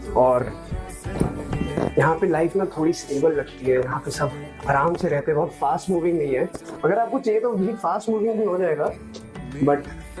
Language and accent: Hindi; Punjab, India; मतलब लोग को लगता है कि मैं नेचुरली बहुत फनी हूँ क्योंकि मैं पंजाब से आया हूँ और वहाँ पे कॉमेडी टाइमिंग कितनी अच्छी है